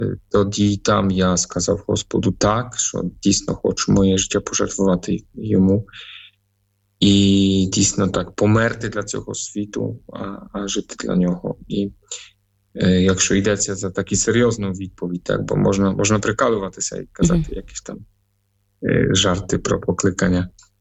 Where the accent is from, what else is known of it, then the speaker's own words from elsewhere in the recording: Poland; Ukrainian is a second language; moved away; Так, в мене польське ім'я, тому що я з Польщі.